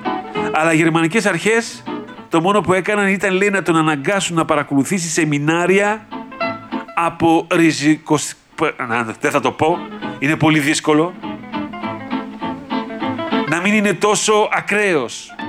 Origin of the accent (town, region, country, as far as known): Greece